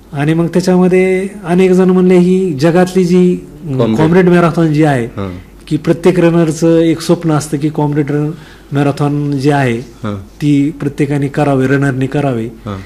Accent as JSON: {"language": "Marathi", "region": "Maharashtra", "country": "India", "tie": "born or raised there", "said": "माझं मूळ गाव पिठी आहे"}